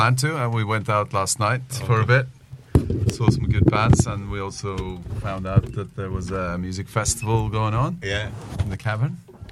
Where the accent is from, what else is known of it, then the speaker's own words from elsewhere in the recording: Asker, Akershus, Norway; So we are from a little town called Asker. Suburbs of Oslo